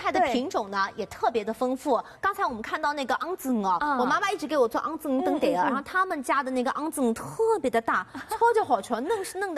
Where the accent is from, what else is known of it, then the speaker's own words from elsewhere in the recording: Shanghai, China; 我们上海人有到宁波的情节，像我的外婆就是宁波人